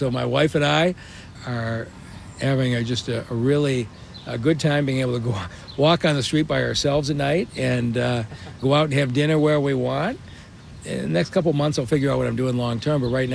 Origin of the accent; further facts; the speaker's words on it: Detroit, Michigan, United States; Well, I grew up in Detroit as a kid, and the Detroit I remember was a magical place.